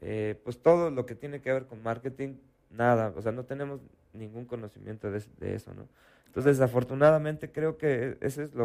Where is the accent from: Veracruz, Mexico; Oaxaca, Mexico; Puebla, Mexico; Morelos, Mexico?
Puebla, Mexico; moved away as an adult; now in Comarca Lagunera, Mexico; yo soy de Puebla. Uh-huh. Llegué aquí hace 2 años, soy integrante de la Camerata y por eso fue que me vine para acá